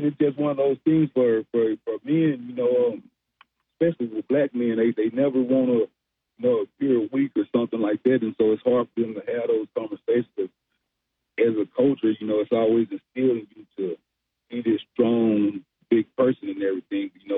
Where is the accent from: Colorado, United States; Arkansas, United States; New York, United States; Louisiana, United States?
Arkansas, United States; Little Rock; born or raised there